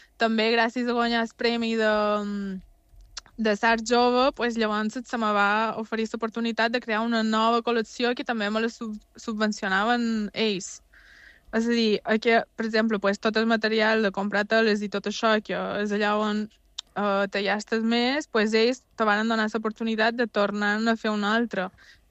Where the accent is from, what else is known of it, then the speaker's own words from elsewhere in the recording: Mallorca, Balearic Islands, Spain; Gent del meu poble, gent de Mallorca